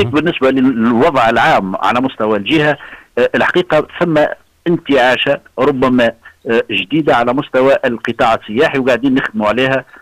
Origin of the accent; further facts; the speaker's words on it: Tunisia; احنا عندنا في تونس